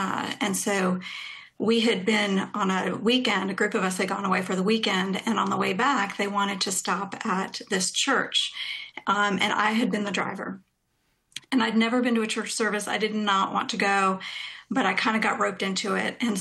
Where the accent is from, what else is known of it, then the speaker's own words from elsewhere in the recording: New York City, New York, United States; born there; also born or lived in Iowa; So, you know, I was born in New York City and both my parents grew up there.